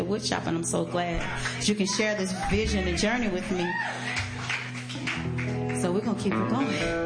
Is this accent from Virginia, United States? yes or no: yes; Roanoke, Virginia, United States; Roanoke is my hometown, and I'm a musical kind of girl.